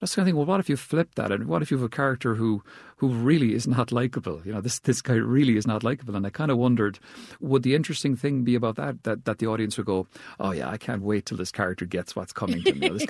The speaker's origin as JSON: {"language": "English", "town": "Cork", "region": "Munster", "country": "Ireland", "tie": "born or raised there", "said": "We even shot it where I grew up, so I'm from Cork, which is in the southwest of Ireland."}